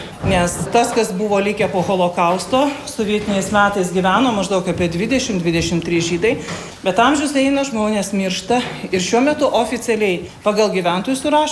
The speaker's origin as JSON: {"language": "Lithuanian", "town": "Kėdainiai", "region": "Kaunas County", "country": "Lithuania", "said": "Ich bin Kėdainer, aš esu kėdainietis."}